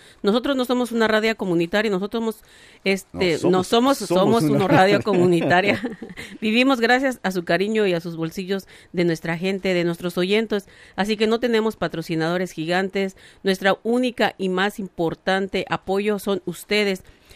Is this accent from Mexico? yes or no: yes; Mexico City, Mexico; Soy del Distrito Federal.